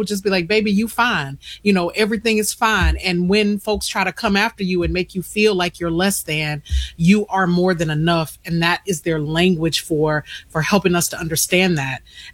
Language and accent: English; Louisiana, United States; my life growing up as a small town Southern girl in Northern Louisiana